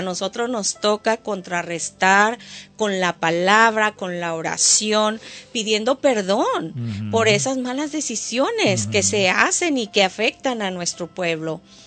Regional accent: Mexico; moved away; yo estoy acá, pero soy mexicana.

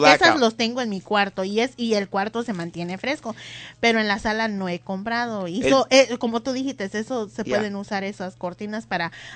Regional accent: Florida, United States; Yo vengo de Florida.

